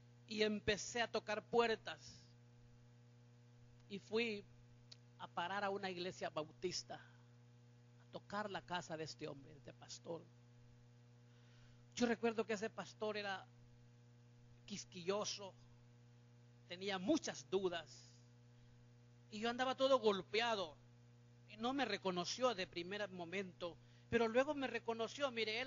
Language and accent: Spanish; San Miguel, El Salvador; moved away; also born or lived in Zacamil, San Salvador; Hicimos una campaña evangelística en San Miguel. Era la primera vez que llegaba después de 6 años a mi tierra.